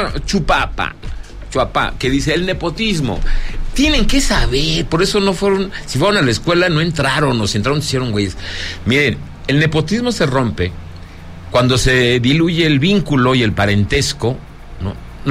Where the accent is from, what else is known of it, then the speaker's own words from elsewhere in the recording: Zacatecas, Mexico; no solamente de mi tierra Zacatecas, sino de todas las producciones, hasta a nivel nacional